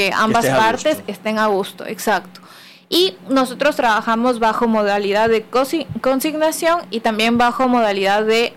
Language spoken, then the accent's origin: Spanish; Quito, Pichincha, Ecuador; moved away as an adult; now in Guayaquil, Ecuador; como me pueden escuchar por el acento, yo soy de Quito. Soy de Quito, vine acá a estudiar artes a Guayaquil.